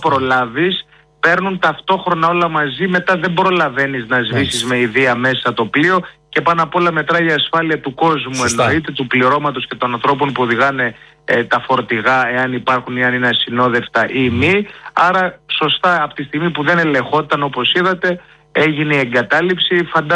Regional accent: Naxos, South Aegean, Greece; σκεφτείτε ότι εγώ λόγω ότι είμαι και από την Άξο και τότε που θυμάμαι καλά ήμουνα στο δημοτικό

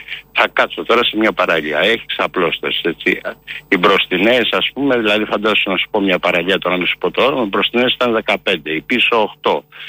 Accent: Western Greece, Greece; Είχα πάει Δυτική Θεάρα, το Λοκαρδανία, στα μέρη μου, όλο στο χωριό μου.

